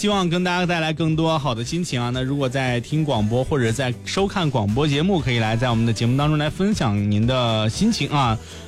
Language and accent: Chinese; Shanxi, China; 作为咱们山西人呢